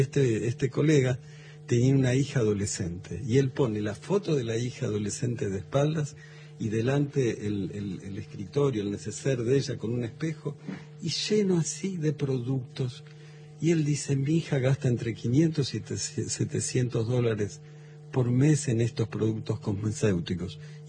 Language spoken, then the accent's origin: Spanish; Argentina; yo soy re argentino y digo, bueno, este país ha recibido históricamente